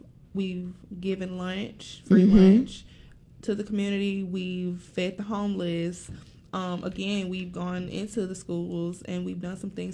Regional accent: Memphis, Tennessee, United States; moved away; being a black nerd, growing up being a black nerd, was difficult because I'm from Memphis originally

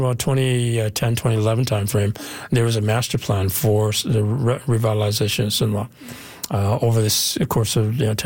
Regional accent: Vancouver, British Columbia, Canada; now in Calgary, Canada; I think you and I, for example, we grew up in Vancouver

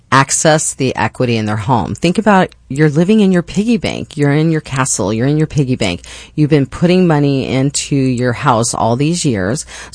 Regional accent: Phoenix, Arizona, United States; Well, I'm actually a Phoenician. I'm from here.

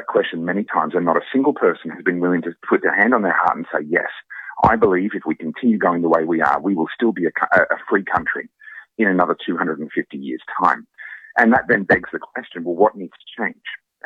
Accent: Australia; No, as an Australian, I am coming over here as that foreigner, and I'm going to tell you what's wrong with your country

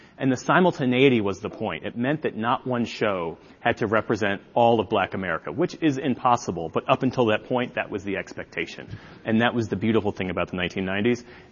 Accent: Voorhees, New Jersey, United States; So my identity was very much as a result of growing up in Voorhees, New Jersey

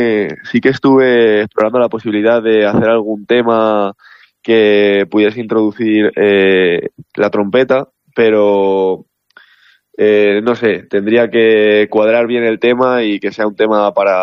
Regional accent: La Adrada, Castile and León, Spain; hay parte del videoclip que está rodada, como bien dices, aquí en mi pueblo.

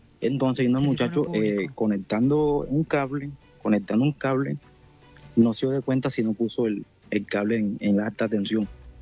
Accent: Puerto Escondido, Oaxaca, Mexico; now in Argentina; soy de Puerto Escondido, pero me estoy acá en Argentina.

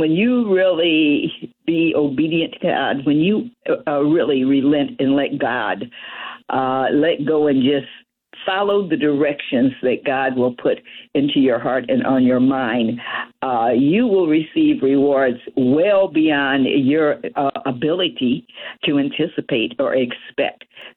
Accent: Omaha, Nebraska, United States; now in Washington, D.C., United States; I grew up in Omaha, Nebraska, where there was one Black doctor, one Black lawyer, one Black dentist, one Black accountant, and he was my father.

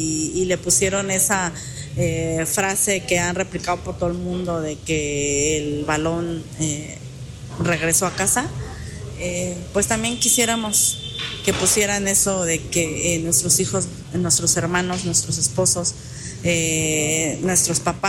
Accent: Mexico; Porque pues somos mexicanos

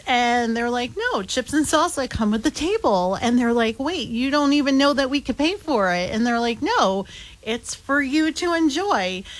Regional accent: Massachusetts, United States; I'm from Massachusetts.

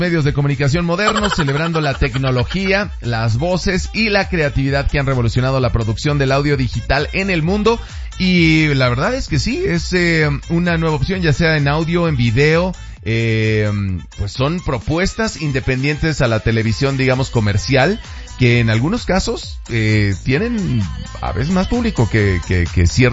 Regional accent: Morelos, Mexico; born there; Y a mí me tocó nacer en el estado que lleva su apellido.

